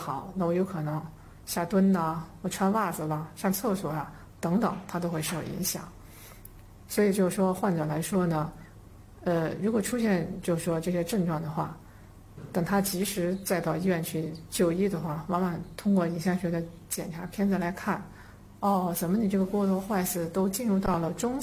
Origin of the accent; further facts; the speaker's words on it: China; 咱们中国呢是那个一直它是农耕文明哈